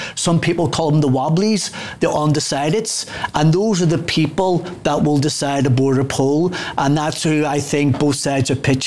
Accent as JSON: {"language": "English", "town": "Belfast", "region": "Northern Ireland", "country": "United Kingdom", "said": "I'm from Belfast myself."}